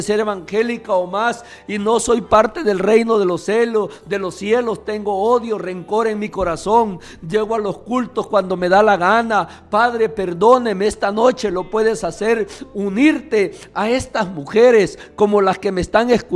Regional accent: El Salvador

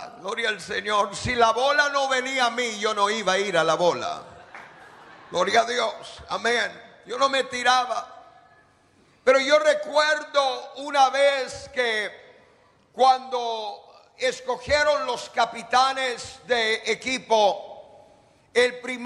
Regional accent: Guatemala; Yo crecí en Latinoamérica y uno de los deportes más favoritos es el fútbol. Veo que también les gusta aquí. Aleluya.

